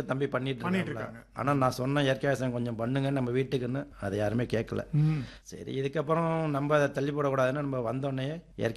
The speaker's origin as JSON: {"language": "Tamil", "town": "Papanasam", "region": "Tamil Nadu", "country": "India", "tie": "born there", "also_born_or_lived": "Chennai / Coimbatore / Dubai", "moved": "as an adult", "said": "ஆமா, பிறந்ததே கருப்பனார் கோட்டை தான்."}